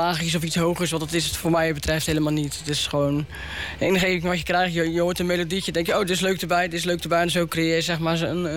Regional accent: Zwijndrecht, South Holland, Netherlands; Ik ben eigenlijk opgegroeid in Zwijndrecht, in Zuid-Holland.

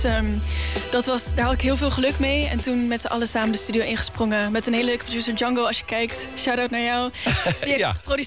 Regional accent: The Hague, South Holland, Netherlands; Ja, ik ben 26. Ik ben geboren en getogen in Den Haag. En sinds kort woon ik ook op mezelf in Den Haag.

